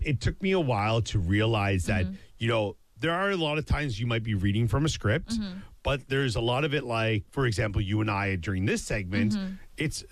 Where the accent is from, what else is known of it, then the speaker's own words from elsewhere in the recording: Canada; I think as a Canadian